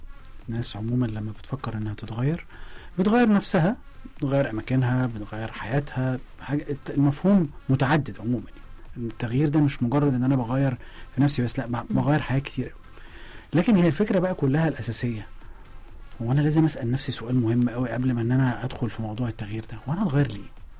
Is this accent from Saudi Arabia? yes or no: no; Egypt; احنا كمصريين نحب قوي الحكاوي